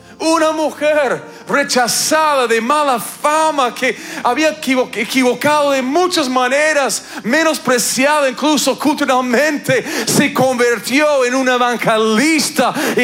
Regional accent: Canada; Yo vengo de Canadá, que hace un frío bárbaro.

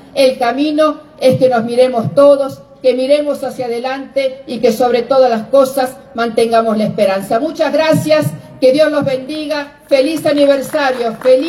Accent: La Rioja, Argentina; somos riojanos y riojanas

